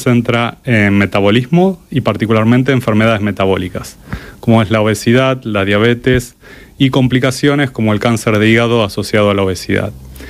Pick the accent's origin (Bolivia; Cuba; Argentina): Argentina; moved away as an adult; also born or lived in Madrid, Spain / Australia / Canada; now in Brussels, Belgium; yo soy argentino